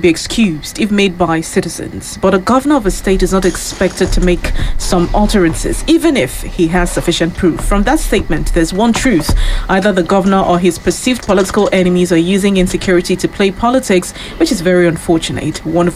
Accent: Nigeria; as a Nigerian

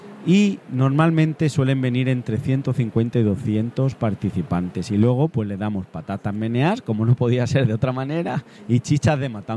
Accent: San Esteban de la Sierra, Castile and León, Spain

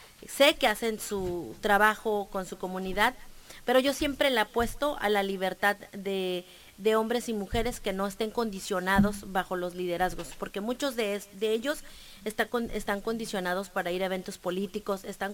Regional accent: Tijuana, Baja California, Mexico; born there; yo tuve la bendición de nacer aquí en Tijuana.

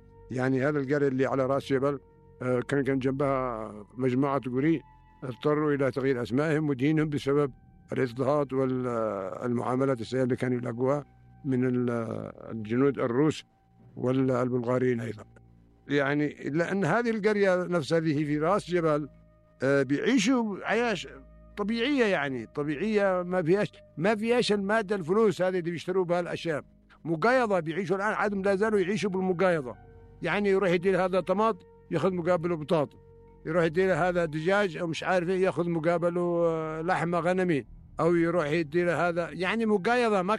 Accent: Yemen

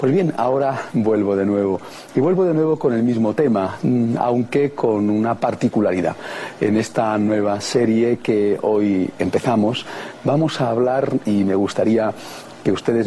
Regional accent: Spain; soy un sacerdote español

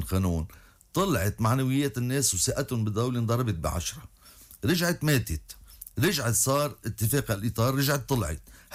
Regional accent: Lebanon; كلبنانيين،

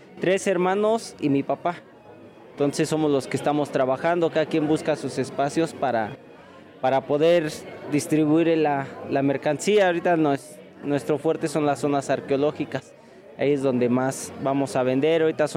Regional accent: Texcoco, State of Mexico, Mexico; Somos de Santa Cruz de Arriba, Texcoco, México.

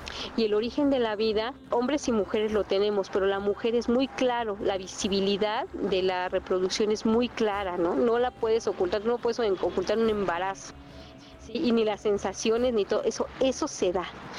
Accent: Mexico; soy mexicana, estoy en México

